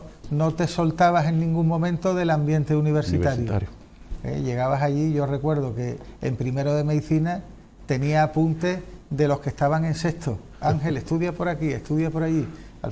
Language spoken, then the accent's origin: Spanish; Jerez de la Frontera, Andalusia, Spain; yo soy de Jerez